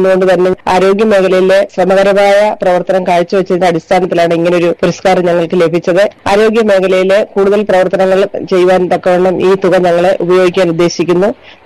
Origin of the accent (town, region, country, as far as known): Niranam, Kerala, India